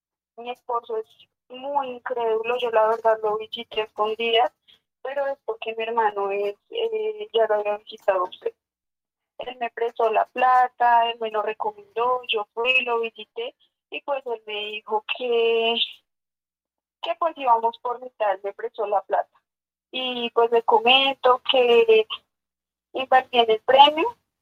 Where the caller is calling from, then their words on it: Bogotá, Bogotá Capital District, Colombia; desde el barrio El Quintal, en Bogotá.